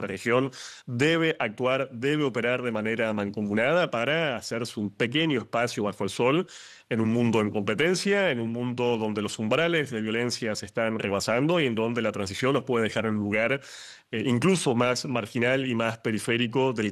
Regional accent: Argentina; residiendo en mi país, en la Argentina

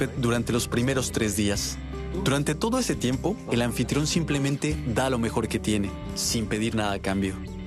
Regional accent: Mexico; soy de México.

